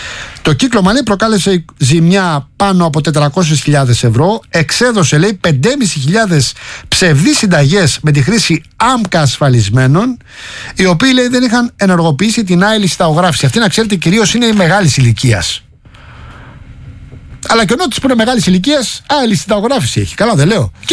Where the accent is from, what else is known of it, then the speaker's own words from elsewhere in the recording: Rafina, Attica, Greece; στη Ραφίνα, στην πατρίδα μου